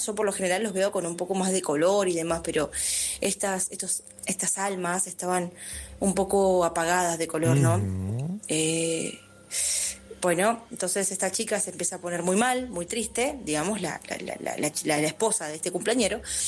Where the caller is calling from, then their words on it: Lomas de Zamora, Buenos Aires Province, Argentina; Soy de Zona Sur, Lomas de Zamora.